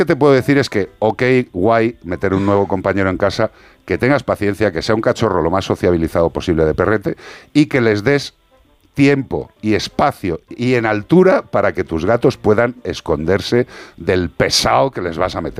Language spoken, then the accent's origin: Spanish; Madrid, Community of Madrid, Spain; born there; yo nací, yo nací en Madrid.